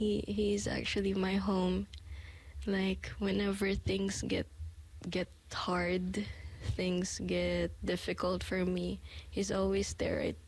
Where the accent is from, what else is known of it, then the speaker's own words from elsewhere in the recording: Philippines; now in New Zealand; I am actually proud that I am a Filipino here in New Zealand, and I am also proud that I am here.